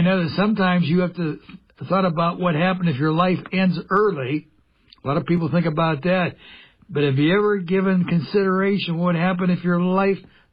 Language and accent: English; Pennsylvania, United States; when I was growing up in Mercer County, we had a lot more than 108,000 people, 120,000, 130,000 people. We had a lot of mills and so forth.